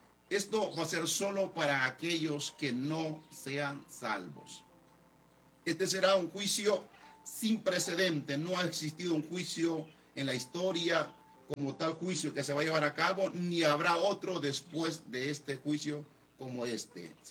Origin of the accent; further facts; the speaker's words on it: Conchagua, La Unión, El Salvador; now in Laurel, Maryland, United States; soy oriundo de El Salvador, del Departamento de la Unión, municipio de Conchagua. Y les saludamos desde Estados Unidos, desde el estado de Maryland, del área de acá del Laurel.